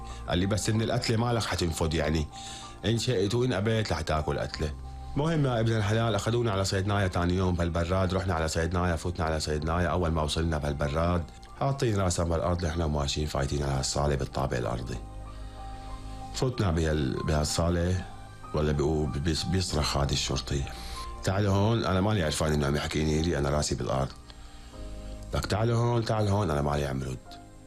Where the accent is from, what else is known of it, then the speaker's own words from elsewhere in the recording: Syria; قلت له من حلستا قرب لعندي. قلت له انا من حلستا قرب.